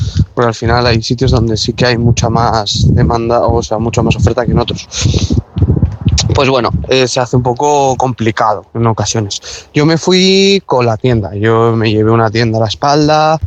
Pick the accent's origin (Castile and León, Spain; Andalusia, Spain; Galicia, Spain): Castile and León, Spain; Burgos; porque yo soy de Burgos y cuando llegué a Burgos paré casi 2 semanas con él